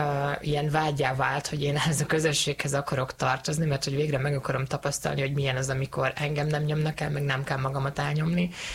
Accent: Hungary; Én ugye transznemű fiatalként nőttem fel Magyarországon, egy vidéki kis faluban

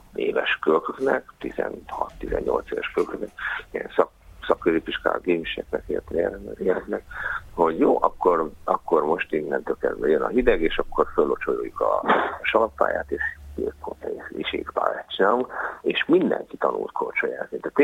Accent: Dunavarsány, Pest, Hungary; born there; én Dunavarsányban születtem, és ott is volt egy vízútörő raj

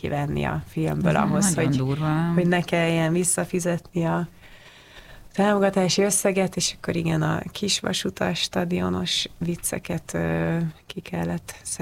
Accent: Hungary; hogy így honnan jössz, Magyarországról jössz, akkor mindig meg kell beszélni, hogy miért úgy

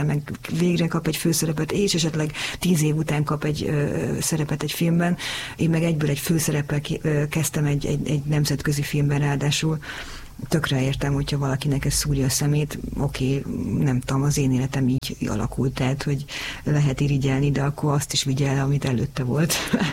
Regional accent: Hungary; ebben a társadalomban élek, ebben a társadalomban nőttem fel.

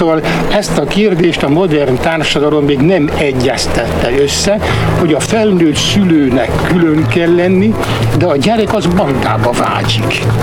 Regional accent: Felsőrácegres, Tolna, Hungary; Minden falutól messze eső puszta az, ahol én születtem. Rácseg, Felső Rácseg, ez a Simontornya és Sárszentlőrinc között. Ott volt az apám urodalmi főgépész.

